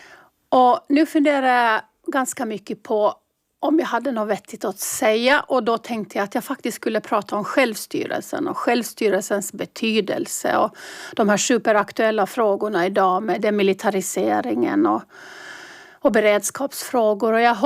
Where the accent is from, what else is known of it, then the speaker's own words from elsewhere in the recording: Mariehamn, Åland, Åland Islands; Då pratade jag om min uppväxt på Skeffersgränd och i stan.